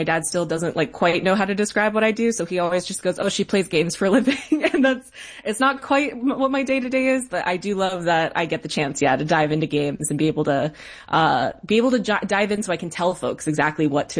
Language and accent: English; East Coast, United States; now in San Francisco, United States; So like I grew up on the East Coast. I live in San Francisco now